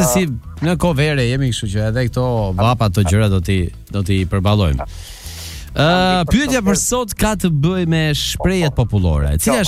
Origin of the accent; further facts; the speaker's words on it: Burrel, Dibër County, Albania; unë jam i lindur dhe rritur në Burrel dhe jam me origjinë nga Devolli.